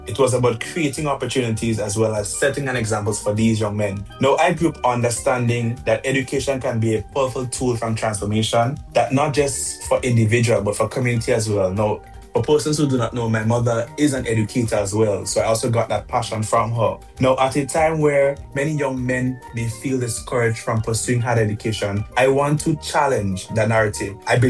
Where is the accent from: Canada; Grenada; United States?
Grenada; I'm from the Spice Island of Grenada.